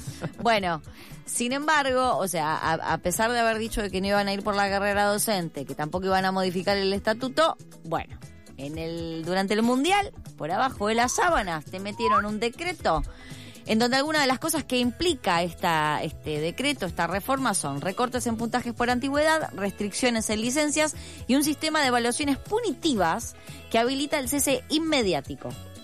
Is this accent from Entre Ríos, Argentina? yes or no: no; Buenos Aires, Argentina; Estas son cosas que pasan mientras somos porteños.